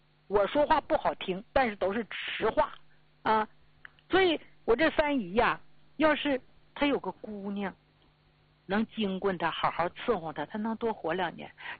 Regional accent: Northeast China, China; accent: Northeastern; 咱们东北话叫哈捧子

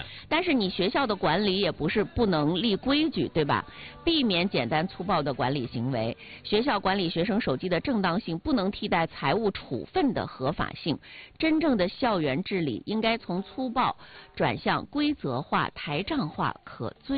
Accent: Northeast China, China; 骨关节呢，一直是咱们东北人特别绕不过去的一个坎儿

